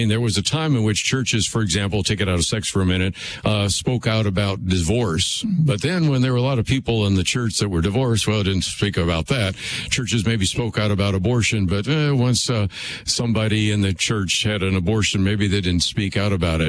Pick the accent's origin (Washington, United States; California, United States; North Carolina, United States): California, United States; San Francisco Bay Area; which I grew up hearing about in the San Francisco Bay Area for some time